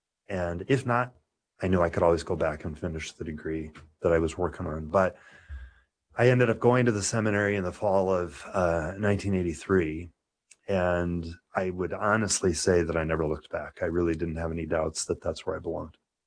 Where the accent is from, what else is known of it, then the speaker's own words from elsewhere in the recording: Nebraska, United States; Because I grew up in the Archdiocese of Omaha.